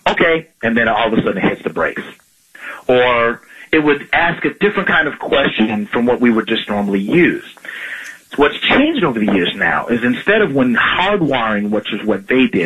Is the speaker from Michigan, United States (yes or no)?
yes; Ann Arbor, Michigan, United States; born there; also born or lived in Kansas / Texas / Bridgetown, Barbados / Melbourne, Australia; I was born in Ann Arbor, Michigan, and I was raised actually in several states. In Kansas, Texas, and Bridgetown, Barbados, and Melbourne, Australia.